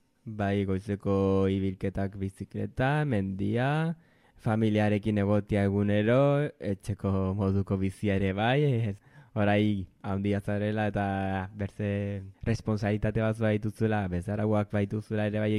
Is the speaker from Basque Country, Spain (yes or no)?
no; Elizondo, Navarre, Spain; also born or lived in Pamplona / Cambo-les-Bains / Mexico; now in Urcuit, France; Elizondokoa naiz, 28 urte ditut, eta orain Urketan bizi naiz. Urte hauetan, Elizondotik gero pastu nintzen Iruñarat, eta Iruñatik Kanborat, eta bukatut Urketan.